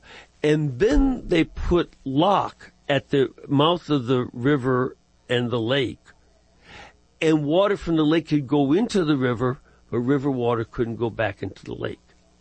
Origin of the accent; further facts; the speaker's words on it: Chicago, Illinois, United States; But again, it helps me as a Chicagoan to understand it.